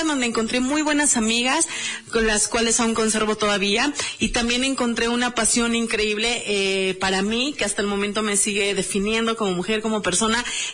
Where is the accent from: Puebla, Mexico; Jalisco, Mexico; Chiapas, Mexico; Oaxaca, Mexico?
Puebla, Mexico; Libres; born there; also born or lived in Mexico City